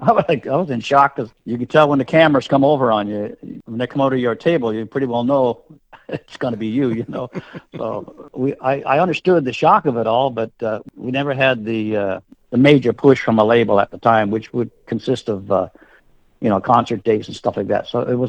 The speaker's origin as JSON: {"language": "English", "town": "Terra Nova", "region": "Newfoundland and Labrador", "country": "Canada", "tie": "born or raised there", "moved": "yes", "lives_now": "Nashville, United States", "said": "where I was born and raised in Terra Nova, we've always had fire danger out there. There's a lot of woods and stuff like that."}